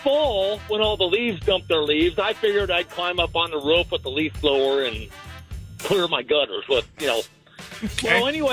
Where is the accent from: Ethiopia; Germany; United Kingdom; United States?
United States; San Diego, California; also born or lived in Arkansas; now in Ramona, United States; I'm from San Diego, originally, but I lived in Arkansas for 16 years.